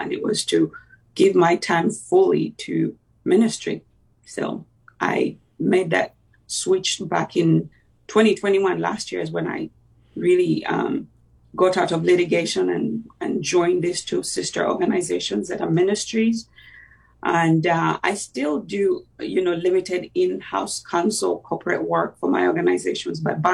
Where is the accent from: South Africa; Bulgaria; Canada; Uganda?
Uganda; moved away as an adult; also born or lived in England; now in Alabama, United States; I went to law school back in my home country in Uganda. And when I got married, I moved to England. And eventually, as you pointed out, I moved to the U.S. and moved to Alabama.